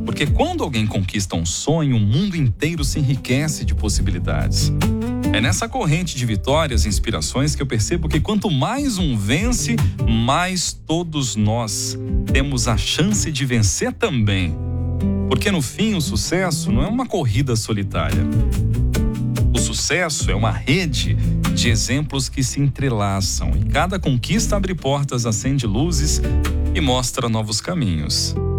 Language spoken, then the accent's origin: Portuguese; North Region, Brazil; Eu sou aqui do norte do Brasil, isso dói muito.